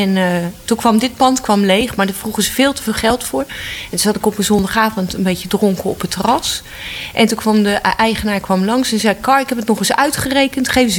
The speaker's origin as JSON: {"language": "Dutch", "region": "Utrecht", "country": "Netherlands", "tie": "born or raised there", "moved": "as an adult", "lives_now": "Rotterdam, Netherlands", "said": "ik ben op de Oude Gracht geboren."}